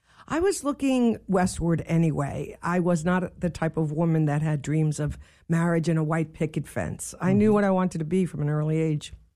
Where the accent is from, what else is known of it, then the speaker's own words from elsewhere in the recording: Dumont, New Jersey, United States; also born or lived in Bronx, New York; I was born in the Bronx and grew up in Dumont, New Jersey, which is Bergen County, mm-hmm. Paramus, Richfield area.